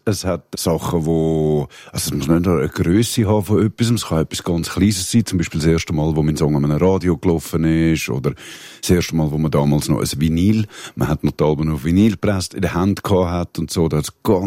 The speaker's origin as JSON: {"language": "German", "country": "Switzerland", "said": "Ich bin Schweizer Musiker. Ich bin quer durch das Land gereist über 30 Jahre"}